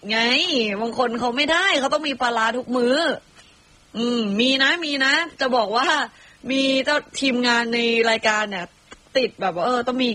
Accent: Nakhon Ratchasima, Thailand; ตอนเพื่อนหนูก็คนโคราชเหมือนกัน

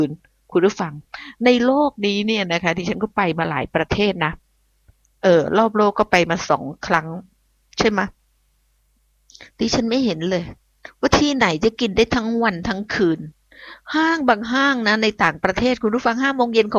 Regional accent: Phuket, Thailand; ลำดับที่5นั่นคือจังหวัดบ้านเกิดของดิฉันภูเก็ต

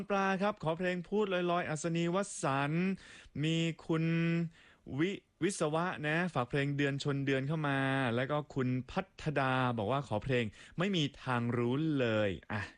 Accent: Phatthalung, Thailand; ทางใต้บ้านผมเลยพัทลุงครับผมนี่ชาวใต้

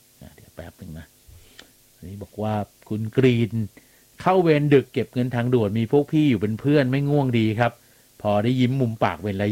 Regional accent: Bangkok, Thailand; แทบจะเป็นคนเดียวเลยมั้งที่เป็นคนกรุงเทพอ่ะ

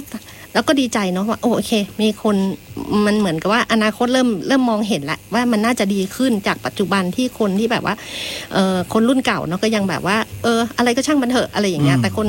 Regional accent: Nan Province, Nan, Thailand; เราเป็นคนในพื้นที่เนาะหมายถึงคนในจังหวัดน่านเกิดที่จังหวัดน่าน

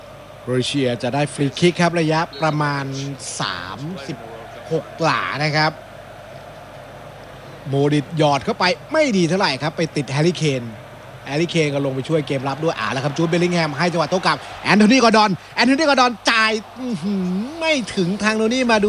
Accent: Bangkok, Thailand; born there

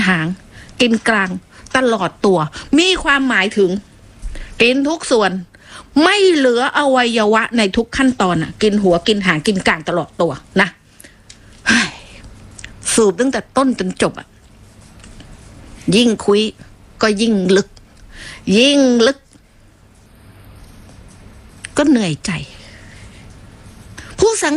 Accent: Phuket, Thailand; born there; ดิฉันนี่เกิดมาเป็นคนภูเก็ตโดยกำเนิดนะเกิดถนนดีบุก

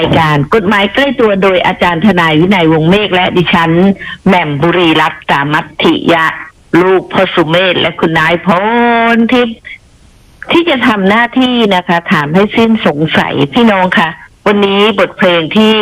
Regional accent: Phuket, Thailand; born there; ดิฉันเนี่ยคนภูเก็ตโดยกำเนิดนะคะ

